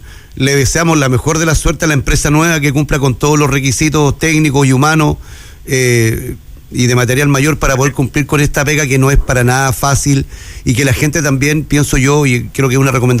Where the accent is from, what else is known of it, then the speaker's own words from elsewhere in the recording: Chile; cómo somos los chilenos en general